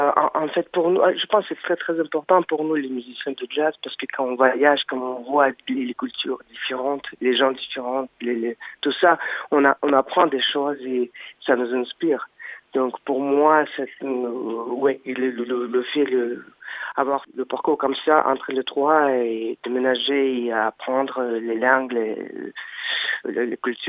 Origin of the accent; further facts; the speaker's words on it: Saint Petersburg, Russia; French is a second language; moved away as an adult; also born or lived in New York, United States; now in Paris, France; Saint-Pétersbourg, par exemple, puisque je suis grandi là-bas, évidemment, mais j'ai quitté, j'avais 18 ans, que j'ai passé plus de temps aux États-Unis, par exemple, qu'à Russie, mais Saint-Pétersbourg reste toujours ma ville.